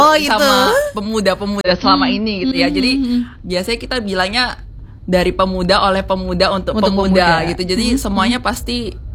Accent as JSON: {"language": "Indonesian", "town": "Sidoarjo", "region": "East Java", "country": "Indonesia", "said": "Misalnya ada perwakilan dari Lampung, ada yang dari Jayapura, ada yang dari Pontianak, dari Jogja, dan aku sendiri dari Sidoarjo gitu."}